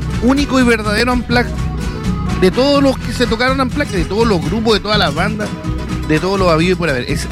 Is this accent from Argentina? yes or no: no; Isla de Maipo, Santiago Metropolitan Region, Chile; born there; Yo nací en Isle de Maipo.